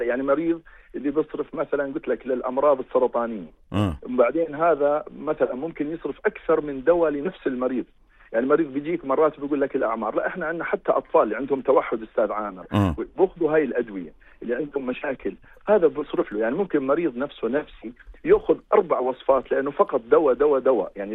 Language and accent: Arabic; Jordan; عندنا بالاردن